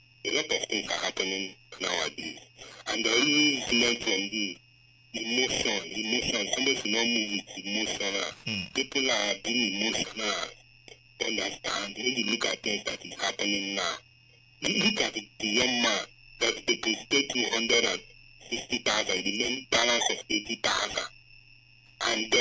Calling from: Port Harcourt, Rivers, Nigeria; from Port Harcourt.

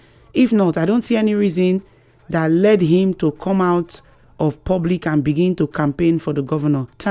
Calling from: Buguma, Rivers, Nigeria; I'm writing from Asari Tori, local government area in Buguma City.

